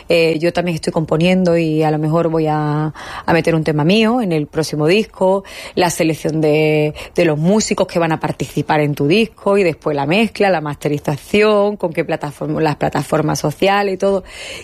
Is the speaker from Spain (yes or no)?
yes; Málaga, Andalusia, Spain; moved away as an adult; now in Mexico; es esta tierra es mi raíz y México también es mi madre adoptiva